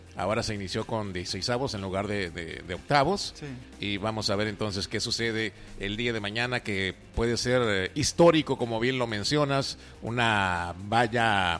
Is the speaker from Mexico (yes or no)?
yes; Mexico; Pero para nosotros como mexicanos